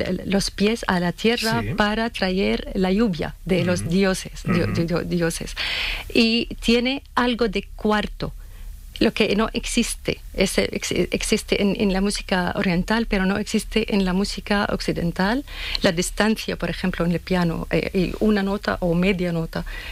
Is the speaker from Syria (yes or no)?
yes; Damascus, Damascus Governorate, Syria; Spanish is a second language; also born or lived in Homs; Sí, de Homs. Pero aunque crecí en Damasco, pero nací en Homs.